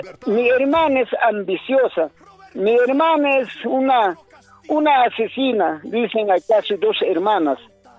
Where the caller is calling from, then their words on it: Peru; acá en Perú